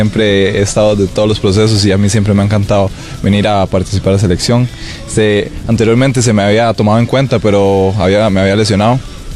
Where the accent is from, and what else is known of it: Costa Rica; moved away as an adult; now in Hungary